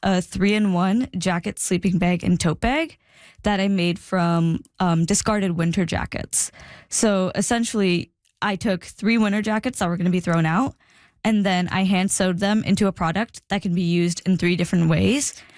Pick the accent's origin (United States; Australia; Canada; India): India; I was born in India, and my family grew up relatively low income